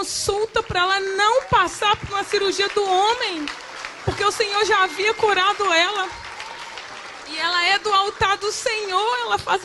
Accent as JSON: {"language": "Portuguese", "town": "Belo Horizonte", "region": "Minas Gerais", "country": "Brazil", "moved": "as an adult", "lives_now": "Governador Valadares, Brazil", "said": "eu sou de Belo Horizonte. E eu falava, Deus, o Senhor me tirou de Belo Horizonte para vir para cá."}